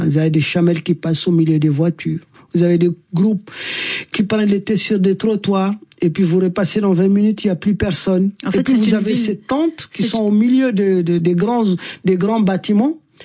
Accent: Mali; Je suis originaire du nord du Mali, mais la première grande ville que je découvre, ce n'est pas la capitale malienne Bamako, c'est plutôt la capitale mauritanienne Nouakchott.

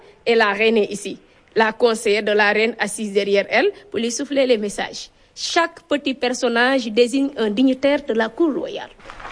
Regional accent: Fatick, Senegal; first language Serer; French is a second language; Je le ferai dans ma langue maternelle parce que je suis serrer Sine surtout.

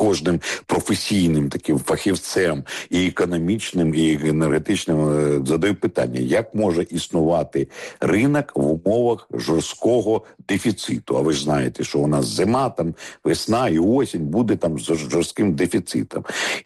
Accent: Vinnytsia, Vinnytsia Oblast, Ukraine; Вінниці, мирне місто, це моє рідне місто, я не хочу образити вінничан

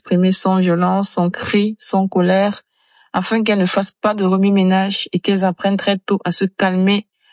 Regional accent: Cameroon; je viens du Cameroun.

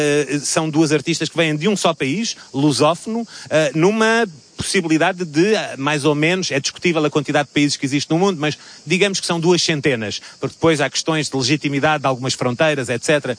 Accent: Portugal; desse país irmão do meu país natal, Portugal

